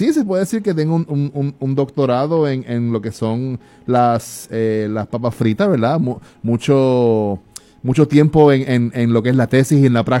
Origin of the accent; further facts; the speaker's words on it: Puerto Rico; como somos territorio estadounidense